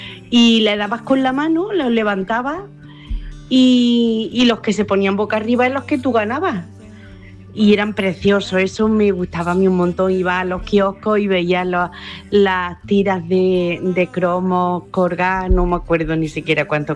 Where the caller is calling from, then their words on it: Bailén, Andalusia, Spain; Bueno, un abrazo grande para todos … de Bailén.